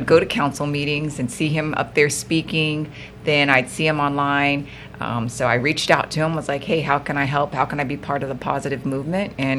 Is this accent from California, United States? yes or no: yes; San Bernardino, California, United States; Well, I'm from San Bernardino. I'm from here. I've been here since 84.